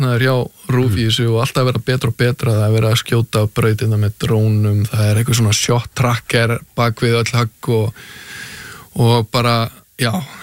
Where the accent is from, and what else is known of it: Hafnarfjörður, Capital Region, Iceland; born or raised there